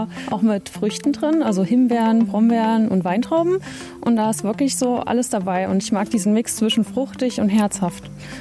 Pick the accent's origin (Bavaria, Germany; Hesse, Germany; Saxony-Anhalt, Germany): Saxony-Anhalt, Germany; Tschöcherin; ich komme aus Tschöcherin, das ist bei Leuna.